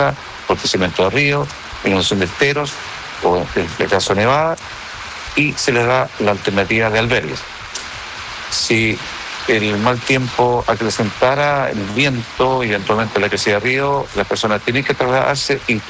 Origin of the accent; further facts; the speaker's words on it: Chile; lo que demuestra que en los momentos de crisis nos unimos como chilenos